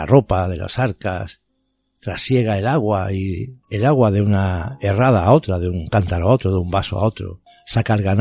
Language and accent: Spanish; Asturias, Spain; el Principado de Asturias, aquí en mi tierra